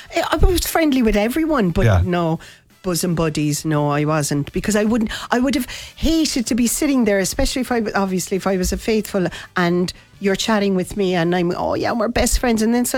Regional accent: Ballyfahan, Ireland; now in Frankfield, Ireland; I was born and reared in Ballyfahan

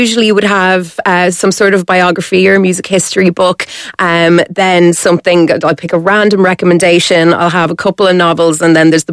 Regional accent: Ireland; if you're reading it as an Irish person

